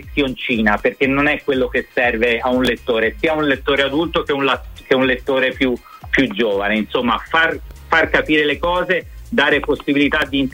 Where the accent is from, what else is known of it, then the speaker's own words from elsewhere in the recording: Tuscany, Italy; nel mio caso che sono toscano, un babbo